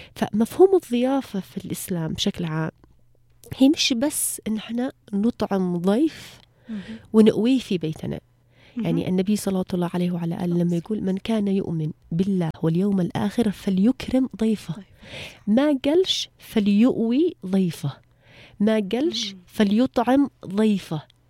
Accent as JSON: {"language": "Arabic", "country": "Yemen", "said": "احنا مجتمع يمني تربى على مفهوم الكرم، على الشهامة، على إكرام الضيف."}